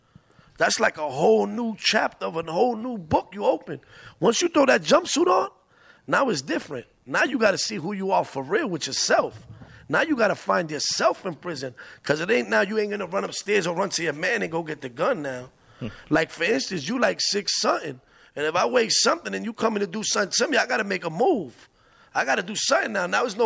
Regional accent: New York City, New York, United States; I'm from the Bronx.

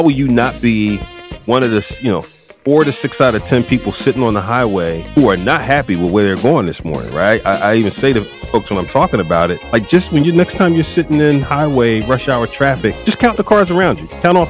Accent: Philadelphia, Pennsylvania, United States; Well, you know, North Philly was tough back then.

